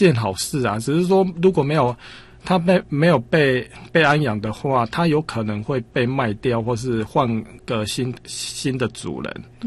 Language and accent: Chinese; Tuku, Yunlin County, Taiwan; 嗨，听众朋友，大家好，